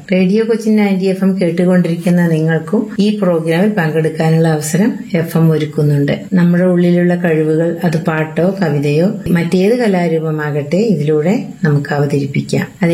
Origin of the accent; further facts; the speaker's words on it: Mannarkkad, Kerala, India; പാലക്കാട് മണ്ണാർക്കാടാണ് എന്റെ സ്വദേശം.